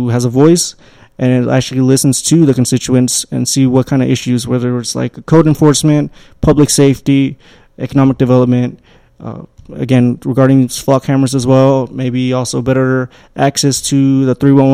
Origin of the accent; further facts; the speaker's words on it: Little Rock, Arkansas, United States; I'm also from here. You know, I'm from Southwest Little Rock. I'm born and raised here my whole life